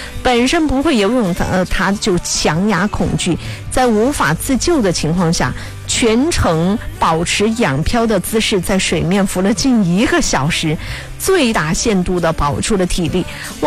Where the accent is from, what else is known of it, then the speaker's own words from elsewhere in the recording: Jiangxi, China; 艾特全部的咱们江西人